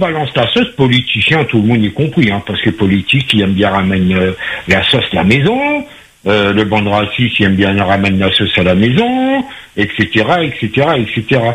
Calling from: Réunion; je kiffais vraiment en tant que Réunionnais, hein, je l'assume.

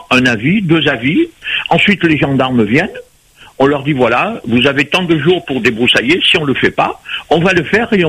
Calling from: Île-de-France, France; je vous appelle de Métropole

